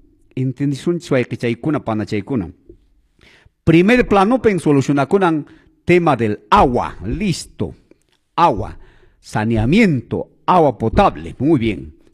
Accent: Chumbivilcas, Cusco, Peru; déjame servir a mi Chumivilcas

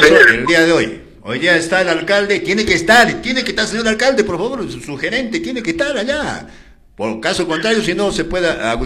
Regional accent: Sicuani, Cusco, Peru; En Santo Tomás, en Sicuani, mi tierra linda.

